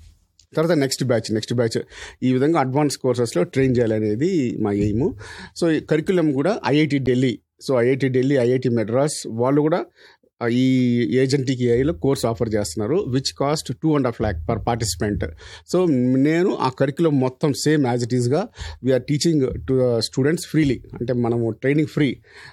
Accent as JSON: {"language": "Telugu", "town": "Renigunta", "region": "Andhra Pradesh", "country": "India", "tie": "born or raised there", "said": "Sure sir, మాది Renigunta. So Born and brought up in Renigunta"}